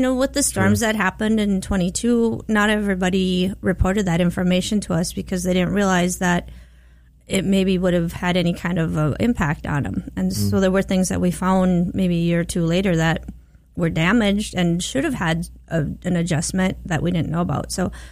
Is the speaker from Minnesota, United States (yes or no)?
yes; Brandon, Minnesota, United States; I'm from Brandon.